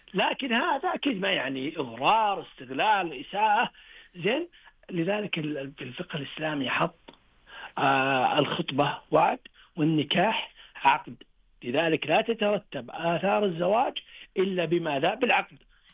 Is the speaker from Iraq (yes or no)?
no; Saudi Arabia; طريقة العدول الرقي كمسلمين كعرب كسعوديين